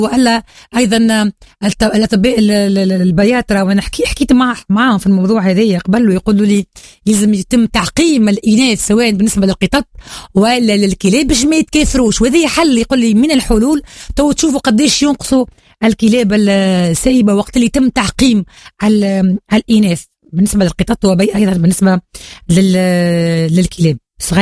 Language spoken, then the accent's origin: Arabic; Tunisia